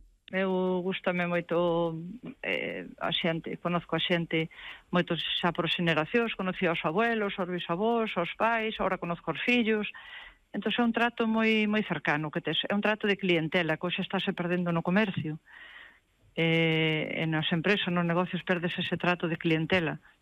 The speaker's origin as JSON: {"language": "Galician", "town": "Arcos", "region": "Galicia", "country": "Spain", "said": "Eu considero que as miñas compañeiras do meu pobo de Arcos nin son millores nin peores que a min."}